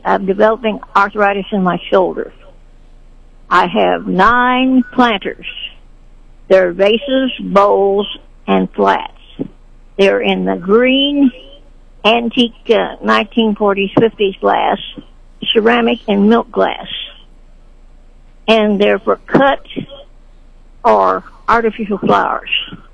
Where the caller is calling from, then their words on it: Sedalia, Missouri, United States; I'm from Sedalia